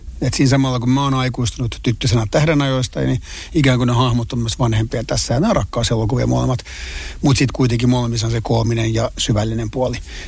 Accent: Nurmijärvi, Uusimaa, Finland; No mä oon Nurmijärveltä

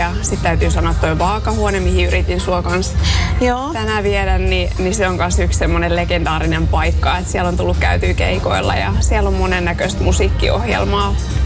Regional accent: Raisio, Southwest Finland, Finland; Mä oon siis itse Raisiosta ja asunutkin siellä aina, mutta mä oon itse asiassa päivätöissä täällä Turun keskustassa, pankissa.

